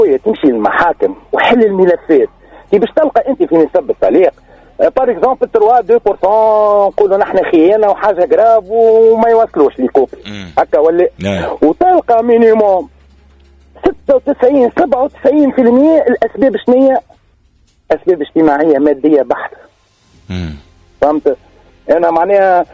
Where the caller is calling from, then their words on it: Tunisia; انا كشاب تونسي